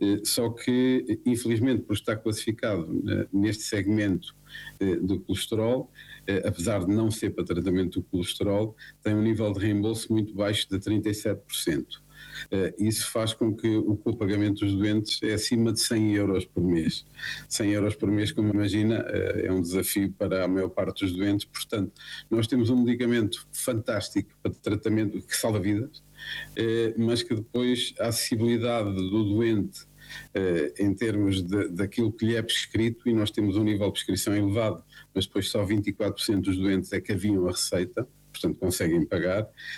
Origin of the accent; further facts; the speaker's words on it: Portugal; e eu como português, acho que devo acrescentar valor àquilo que é a indústria nacional de produção de medicamentos